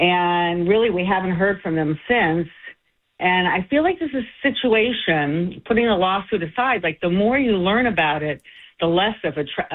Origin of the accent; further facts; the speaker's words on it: Boston, Massachusetts, United States; I grew up in the South End, like Rose, in Boston, and I live in JP now. But I went to Boston Public Schools.